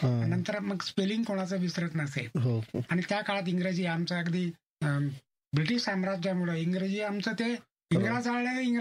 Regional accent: Maharashtra, India; also born or lived in Nevasa; माझं गाव रुद्धेश्वर देवस्थान जवळ

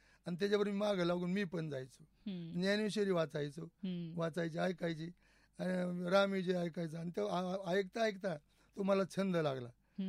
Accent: Chikhli, Maharashtra, India

